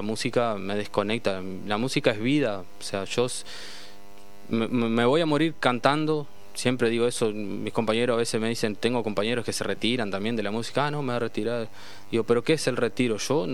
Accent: Uruguay; yo soy muy uruguayo. Me gusta mucho mi país, me gusta mucho nuestra cultura.

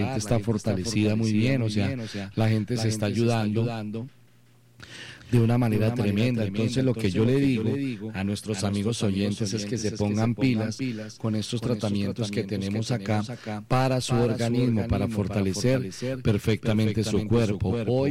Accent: Colombia; nosotros, como buenos colombianos

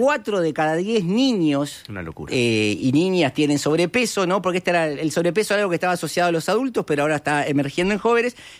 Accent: Uruguay

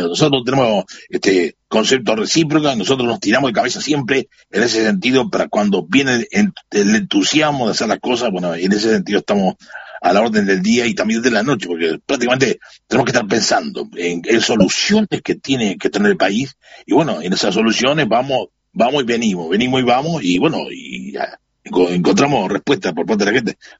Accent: Canary Islands, Spain; Siempre estamos al alpiste, como buenos canarios que somos

